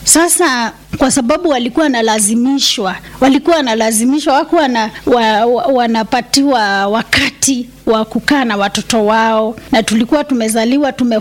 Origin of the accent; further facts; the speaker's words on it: Machakos County, Kenya; nimeokoka. Yesu ni Bwana, ni mwokozi wa maisha yangu. Nimezaliwa Chawalia, iko Machakos.